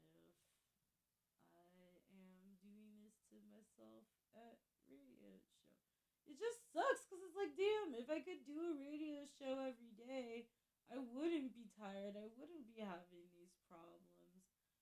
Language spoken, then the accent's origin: English; Fairfield, California, United States; I grew up in Fairfield